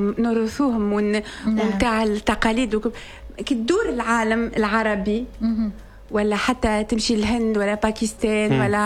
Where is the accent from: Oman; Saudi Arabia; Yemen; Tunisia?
Tunisia; Djerba, Medenine; انا من منطقة في جربة اسمها جزيرة من الجنوب التونسي،